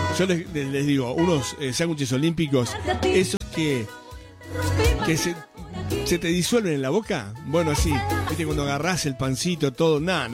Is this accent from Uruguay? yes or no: yes; Las Piedras, Canelones, Uruguay; now in Palma de Mallorca, Spain; Te escucho desde Palma de Mallorca. Estamos con mi familia. … Somos oriundos de Las Piedras.